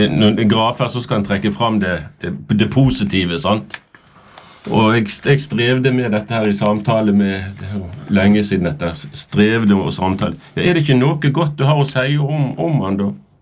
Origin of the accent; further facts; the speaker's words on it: Bergen, Vestland, Norway; born there; Jeg er født i Bergen.